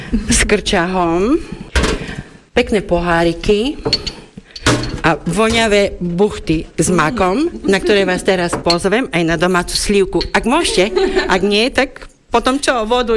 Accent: Spišský Hrhov, Prešov Region, Slovakia

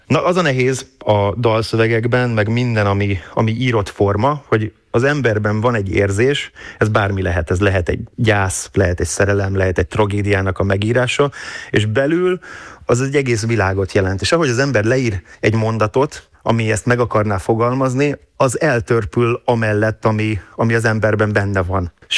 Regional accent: Hungary; mivel én ugye magyarul írtam verseket

